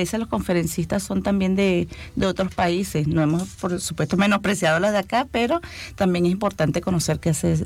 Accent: Venezuela; moved away as an adult; now in Chile; Yo soy de Venezuela y estoy trabajando en la Universidad de Los Lagos desde el año 2018

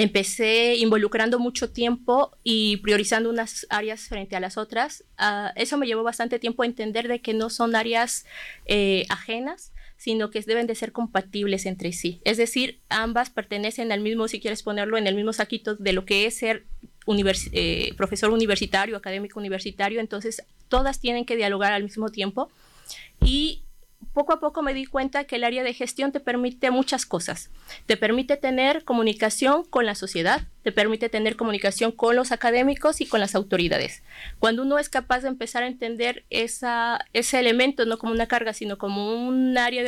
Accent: Mexico; moved away as an adult; now in Chile; mexicana, 8 años radicando aquí en Chile.

